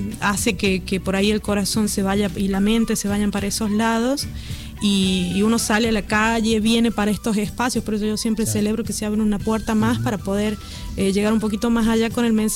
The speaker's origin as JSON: {"language": "Spanish", "town": "Colpes", "region": "Catamarca", "country": "Argentina", "moved": "yes", "lives_now": "Buenos Aires, Argentina", "said": "en mi pueblito allá en Colpes de Pomán"}